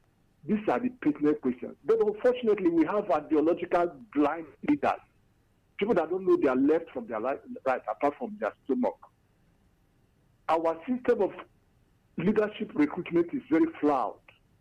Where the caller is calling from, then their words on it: Kano, Nigeria; I'm calling from Ambejo, Konano.